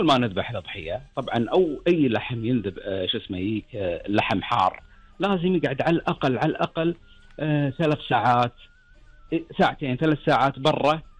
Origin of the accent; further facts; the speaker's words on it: Kuwait; ويحفظ ديرتنا الحبيبة الكويت